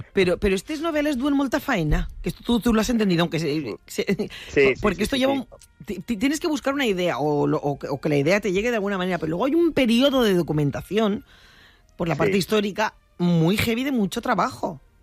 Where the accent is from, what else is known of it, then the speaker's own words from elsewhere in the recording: Onda, Valencian Community, Spain; Pero calla, Luis, que has estado en mi pueblo, con tu furgoneta y con todo. Yo, en Onda.